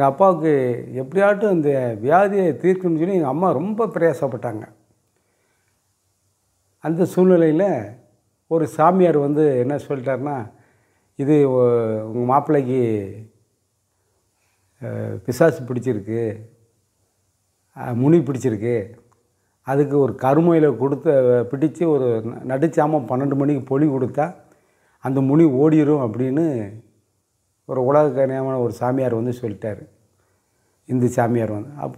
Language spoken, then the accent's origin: Tamil; Tirunelveli district, Tamil Nadu, India; எனக்கு சொந்த ஊர் வந்து திருநெல்வேலி மாவட்டம் தாளையத்து பக்கத்தில் பாலாமடங்கிற ஒரு சின்ன கிராமம், தாமிரபரணி ஆற்று ஓரத்தில் இருக்குது. நல்ல விவசாயம் செய்யக்கூடிய இடம். அங்கே தான் நான் பிறந்து வளர்ந்தது.